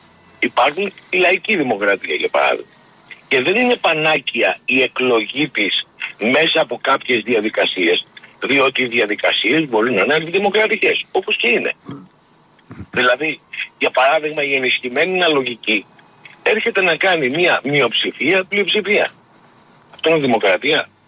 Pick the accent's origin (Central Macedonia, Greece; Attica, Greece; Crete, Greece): Attica, Greece; Piraeus; Εγώ επειδή είμαι Πειραιώτης